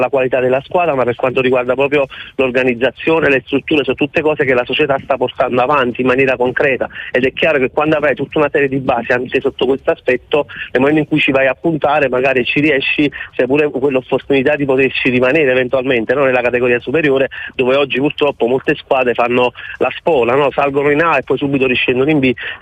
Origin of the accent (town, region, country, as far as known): Campania, Italy